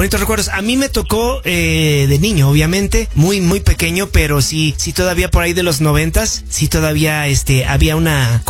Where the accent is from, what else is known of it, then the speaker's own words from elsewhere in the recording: Puebla, Mexico; yo soy de la Sierra Norte de Puebla.